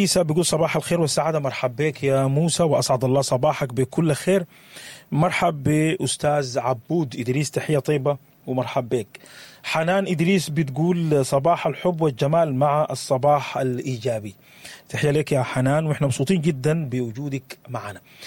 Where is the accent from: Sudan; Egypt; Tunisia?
Sudan; وعندنا أمثلة كثيرة كسودانيين نقتل الوقت، نضيع الوقت